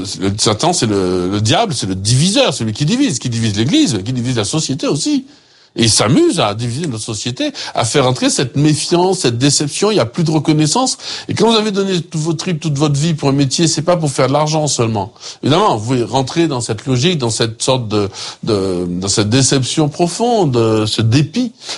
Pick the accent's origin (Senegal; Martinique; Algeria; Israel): Martinique; chez nous, en Martinique